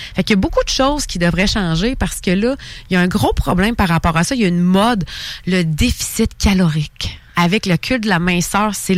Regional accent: Thetford Mines, Quebec, Canada; Moi, je viens de Tetford Mines.

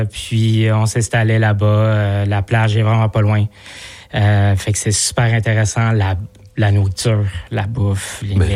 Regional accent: Laval, Quebec, Canada; now in Montreal, Canada; Ben moi, je suis né à Montréal et puis j'ai grandi à Laval. J'ai déménagé en 90 à Laval.

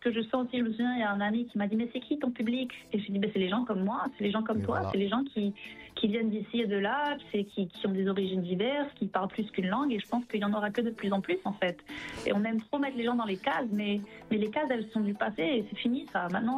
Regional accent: Haiti; en fait je viens d'Haïti mais j'ai une réalité relativement privilégiée on va dire là-bas

